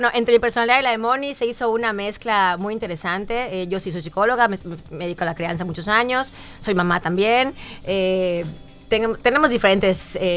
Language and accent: Spanish; Yucatán, Mexico; somos dos mujeres yucatecas que hemos vivido una vida en el mismo lugar